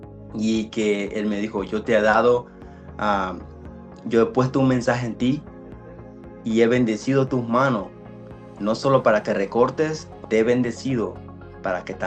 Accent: Honduras; Yo soy de Honduras. Yo siempre viajaba a Estados Unidos

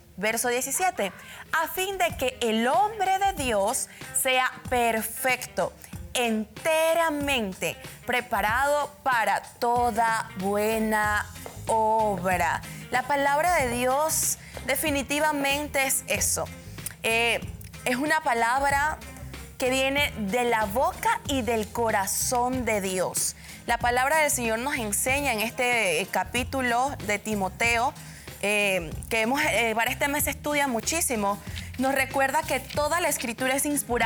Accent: Panama City, Panamá, Panama; Panamá. De la ciudad. Se le da 8, orgullosamente, felizmente, de la capital.

